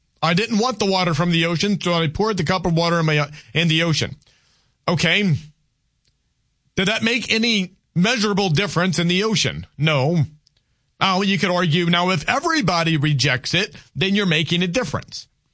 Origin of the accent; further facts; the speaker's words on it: Louisiana, United States; I am a Cajun, okay? I mean, the heat here doesn't really compare.